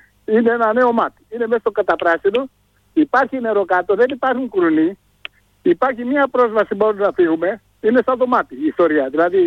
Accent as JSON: {"language": "Greek", "town": "Athera", "region": "Ionian Islands", "country": "Greece", "tie": "born or raised there", "said": "Είμαι στο ιδιαίτερο μου πατρίδα. Θα πω δύο πραγματάκια, ντοκουμέντα και επώνυμα. Παραθερίζω στο χωριό μου, στο Πόρτο Αθέρα."}